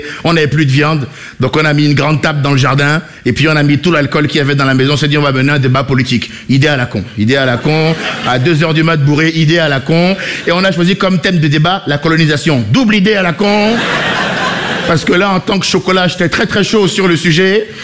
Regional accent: Benin; J'ai grandi au Bénin, un petit pays d'Afrique de l'Ouest, dont je vous dirais bien que c'est le pays le plus corrompu du monde.

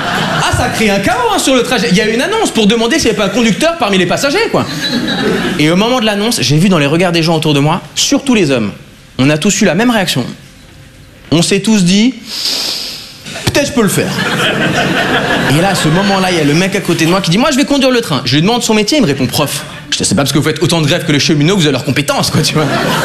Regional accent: Switzerland; now in France; Je suis pas parisien, je suis pas français, mais en réalité je suis suisse.

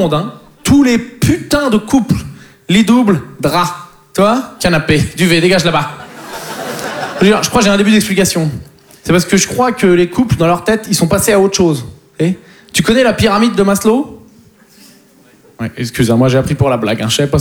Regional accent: Poitiers, Nouvelle-Aquitaine, France; Mais bon, en plus, je viens de Poitiers, donc il faut s'occuper. Hein, tu peux pas aller au Futuroscope 5 fois par semaine, quoi.

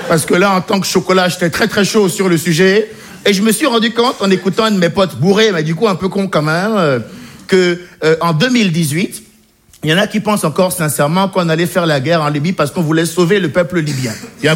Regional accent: Benin; born or raised there

